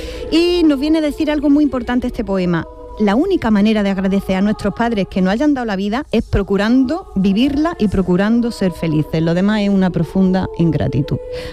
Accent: Andalusia, Spain; accent: Andalusian; nuestra particular forma de hablar en Andalucía. Hay quienes equivocadamente piensan que el andaluz es una sola forma de hablar.

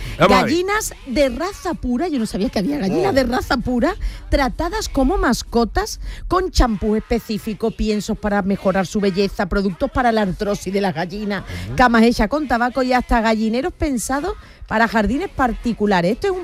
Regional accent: San Fernando, Andalusia, Spain; Soy de San Fernando, la sal.

